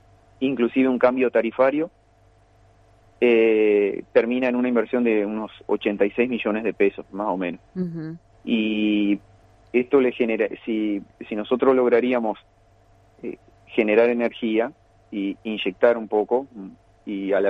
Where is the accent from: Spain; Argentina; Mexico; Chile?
Argentina; Valle María, Entre Ríos; ambos somos oriundos ahí de Valle María